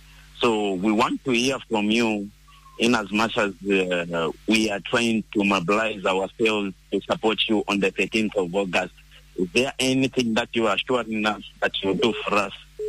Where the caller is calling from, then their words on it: Mpongwe, Copperbelt, Zambia; I'm calling from Pongwe.